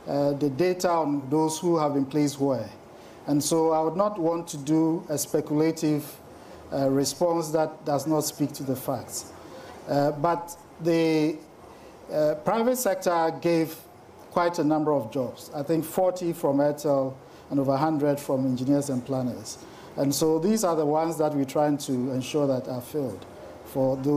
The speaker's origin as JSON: {"language": "English", "country": "Ghana", "said": "as a Ghanaian"}